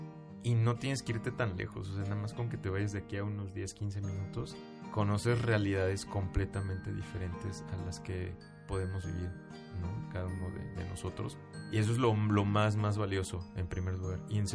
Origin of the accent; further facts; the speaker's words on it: Mexico; hacia nosotros como mexicanos